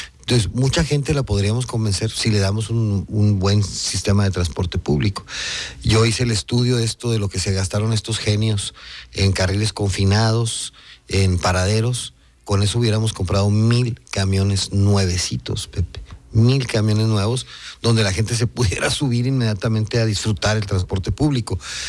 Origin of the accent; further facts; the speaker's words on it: Chihuahua, Mexico; Somos orgullosamente mexicanos. Yo soy muy mexicano, lo digo con toda.